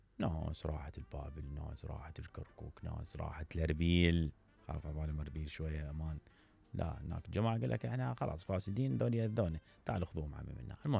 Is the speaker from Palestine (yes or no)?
no; Iraq; احنا كمواطنين عراقيين